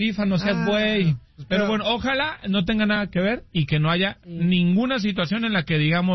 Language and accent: Spanish; Spain; Yo soy español.